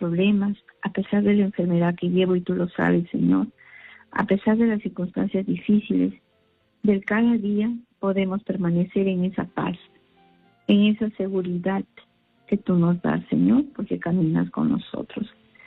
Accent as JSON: {"language": "Spanish", "country": "Peru"}